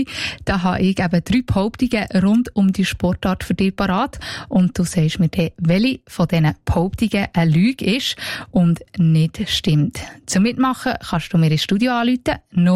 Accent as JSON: {"language": "German", "country": "Switzerland", "said": "Aktuell ist ja gerade die Eishockey-WM bei uns in der Schweiz am Laufen."}